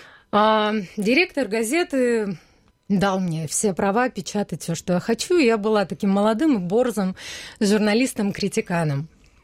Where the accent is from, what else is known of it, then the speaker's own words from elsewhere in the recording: Psebay, Krasnodar Krai, Russia; прочитаю стихотворение, которое было написано в мой очередной приезд на мою малую родину. Я родилась в поселке с таким же немелодичным названием, как и моя фамилия. Это поселок Псибай. Очень маленькое место в горах на Кавказе.